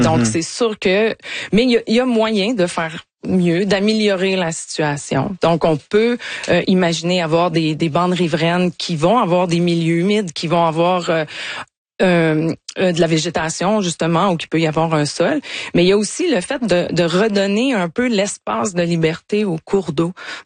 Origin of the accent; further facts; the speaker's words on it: Quebec, Canada; Puis, en passant, j'ai grandi en Gaspésie.